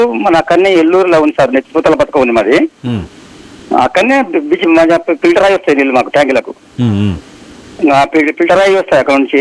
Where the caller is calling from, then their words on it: Satapur, Telangana, India; Sir నాది నాగర్ కర్నూలు జిల్లా పెద్దకొత్తపల్లి మండలం సాతాపూర్ నుంచి … అన్నమాట సార్.